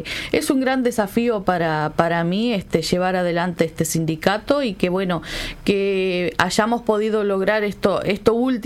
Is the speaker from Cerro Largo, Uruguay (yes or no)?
yes; Melo, Cerro Largo, Uruguay; now in Montevideo, Uruguay; estar acá en Montevideo. Yo vengo del interior, soy de Melo.